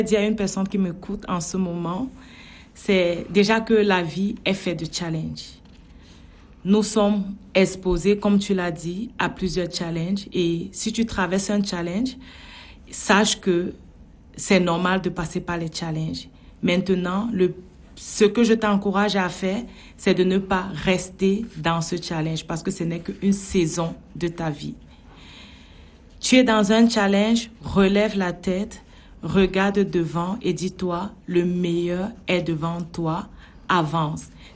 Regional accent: Cameroon; je suis d'origine du Cameroun

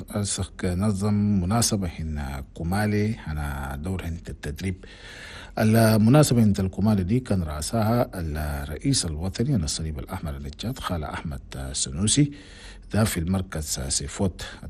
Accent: Chad; هنا بلدنا تشاد

